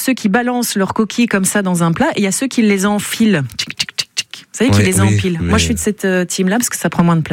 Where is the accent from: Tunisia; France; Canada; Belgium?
Belgium; je suis originaire de Belgique et donc le moule frite est quand même un plat traditionnel.